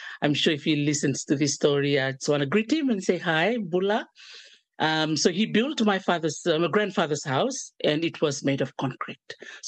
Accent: Suva, Central Division, Fiji; And even though I was born and raised in Suva, my parents always take us to the island, you know, at the end of the year during the school holidays to visit my grandfather

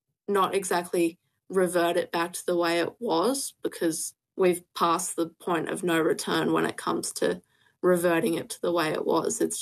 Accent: Sydney, New South Wales, Australia; moved away as an adult; now in Tamworth, Australia; I grew up in South Sydney. I was born there, raised there, and it was only a year after writing this piece I actually moved to Tamworth, which is pretty much the centre of Gamilaroi land.

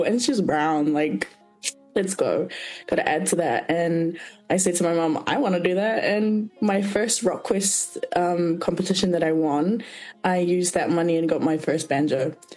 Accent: Paino, Waikato, New Zealand; I am from Paino, a little town in the mighty Waikato.

